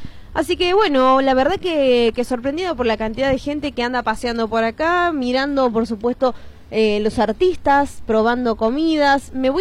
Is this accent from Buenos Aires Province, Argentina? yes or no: no; Venado Tuerto, Santa Fe, Argentina; Bueno, somos de Venado Tuerto, provincia de Santa Fe, More.